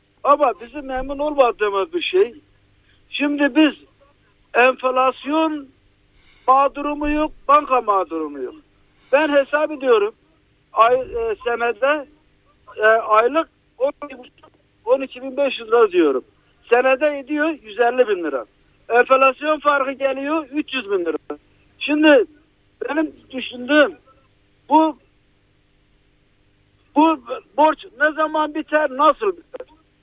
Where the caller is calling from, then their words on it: Gaziantep, Turkey; Ben Gaziantep'ten arıyorum.